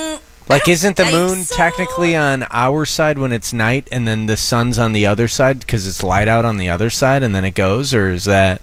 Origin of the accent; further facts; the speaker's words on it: Tucson, Arizona, United States; born there; I was born in Tucson, Arizona.